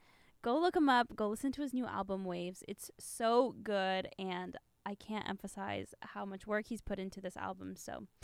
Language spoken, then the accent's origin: English; India; I am actually Indian, so I listen to music from all around the world